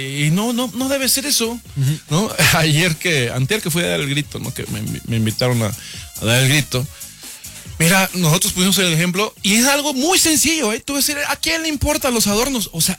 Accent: Jojutla, Morelos, Mexico; now in Cuernavaca, Mexico; Yo nací aquí en Cuernavaca. Desde chiquito me llevaron a Jojutla y la verdad me siento orgulloso porque tuve una crianza en un pueblo grande, como le puedo denominar, porque son 100,000 habitantes, no es tan chiquito

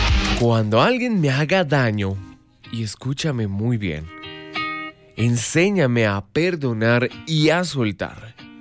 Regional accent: Colombia; Como buen colombiano, hay que levantarse, sacudirse un poco el polvo.

